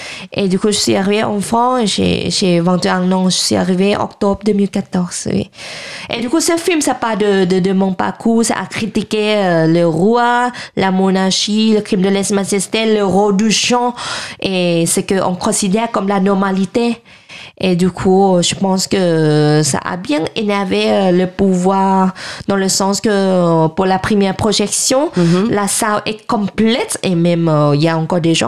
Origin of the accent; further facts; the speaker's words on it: Thailand; moved away as an adult; mon propre pays.